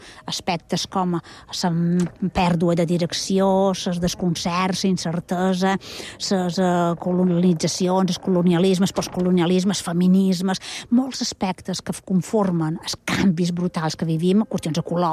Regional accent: Balearic Islands, Spain; som menorquina i som professora a la Universitat de Barcelona

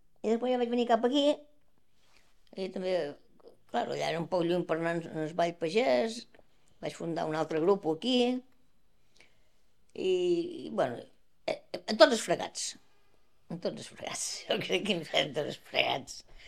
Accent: Menorca, Balearic Islands, Spain; born there; now in Ibiza, Spain; Jo, de Menorca, jo he nascut a Menorca

